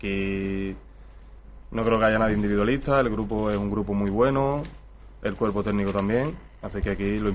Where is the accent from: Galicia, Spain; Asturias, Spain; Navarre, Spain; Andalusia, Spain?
Andalusia, Spain; Cádiz; now in Huesca, Spain; yo soy un chaval de Cádiz